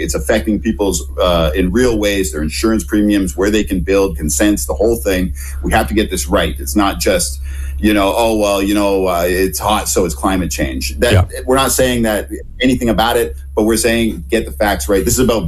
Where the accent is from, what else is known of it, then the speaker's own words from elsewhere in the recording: Canada; moved away as an adult; now in New Zealand; Now, I'm immigrating from Canada.